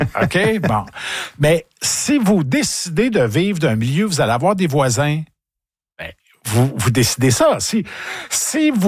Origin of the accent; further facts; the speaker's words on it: Nicolet, Quebec, Canada; C'est que moi, je viens de Nicolette, OK? Bon, alors moi, mon grand-père était avocat à Nicolette à l'époque.